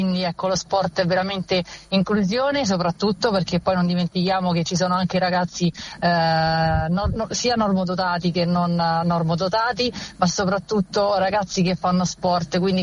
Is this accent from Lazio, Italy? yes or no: yes; Rome, Lazio, Italy; tornare da dove sono nata e cresciuta nel Foro Italico di Roma